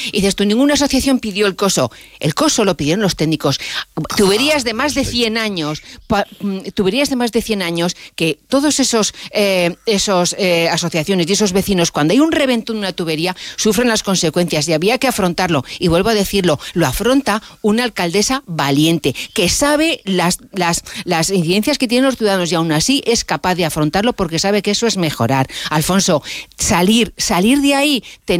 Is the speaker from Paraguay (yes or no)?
no; Zaragoza, Aragon, Spain; ¿Tú crees que a mí eso como española y como zaragozana no me afecta?